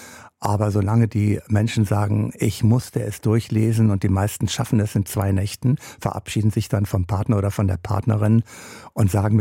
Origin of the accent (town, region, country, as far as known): Wewelsburg, North Rhine-Westphalia, Germany; born or raised there